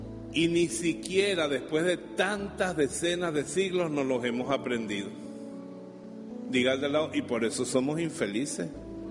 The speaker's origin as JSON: {"language": "Spanish", "town": "Valencia", "region": "Carabobo", "country": "Venezuela", "said": "viniendo a mi tierra, a Valencia"}